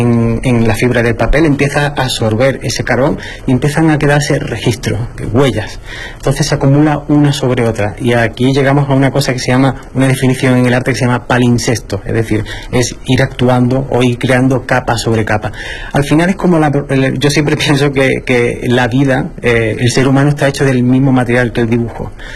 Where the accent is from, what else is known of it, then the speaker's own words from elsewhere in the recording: Málaga, Andalusia, Spain; now in Mexico; la de Acapulco habla un poco sobre nuestra memoria, sobre la identidad de de donde vengo, es decir, de Málaga, España, hacia México, ¿no?